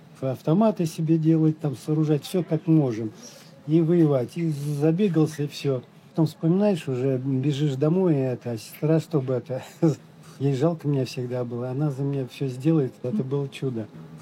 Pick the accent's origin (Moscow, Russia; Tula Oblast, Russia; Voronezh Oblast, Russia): Tula Oblast, Russia; Kamenka; В Тульской области, Узловский район.